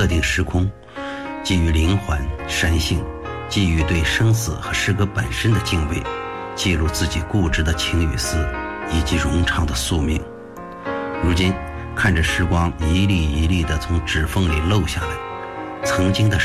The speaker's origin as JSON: {"language": "Chinese", "region": "Shandong", "country": "China", "tie": "born or raised there", "said": "一直未曾离开过生我养我的鲁中平原，以及与我的出生地只有49公里的黄河。"}